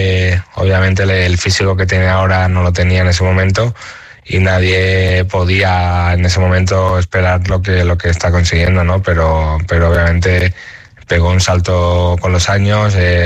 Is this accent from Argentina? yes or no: no; Málaga, Andalusia, Spain; Sí, bueno, eso es un sueño para todos los que somos malagueños y hemos empezado aquí en el club